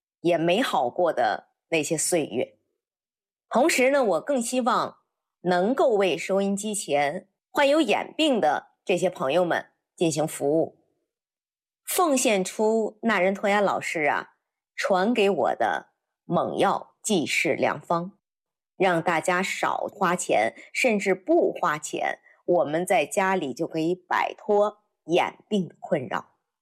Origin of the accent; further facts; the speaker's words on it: Inner Mongolia, China; 我呢是在内蒙古草原长大的